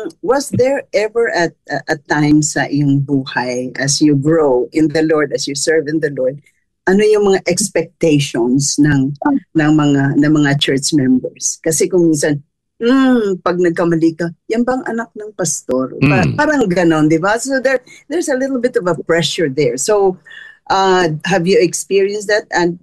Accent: Bacolod, Negros Island Region, Philippines; So, ako as I was growing up sa Bacolod, ganun din ang nadidinig ko

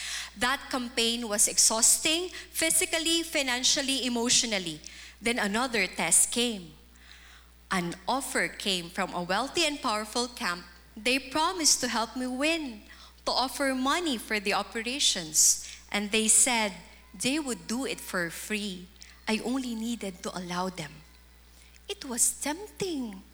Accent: Tabaco, Bicol Region, Philippines; And by faith, I went to my hometown.

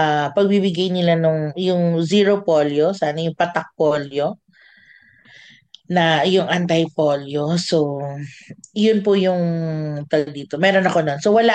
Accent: Kiangan, Cordillera Administrative Region, Philippines; So, galing ako sa Kiangan, Ifugao. I'm part of the indigenous group, no, ng Ifugao. So, doon ako sa bundok ng Tralala, sa bundok ng Ifugao.

